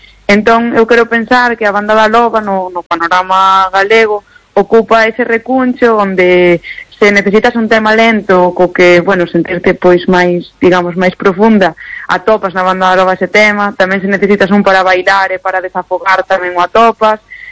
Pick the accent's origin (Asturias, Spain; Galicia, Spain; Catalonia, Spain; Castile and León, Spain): Galicia, Spain